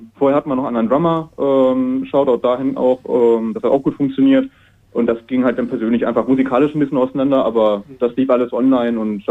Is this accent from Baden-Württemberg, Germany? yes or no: no; Hildesheim, Lower Saxony, Germany; Wir kommen hier halt aus dem Landkreis, ne? Also Hildesheim, Hannover und alles dazwischen.